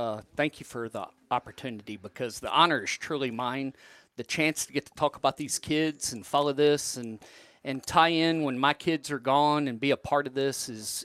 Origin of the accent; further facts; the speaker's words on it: Burnet, Texas, United States; now in Llano, United States; yes, I am from Burnet, but I am Jacket through and through.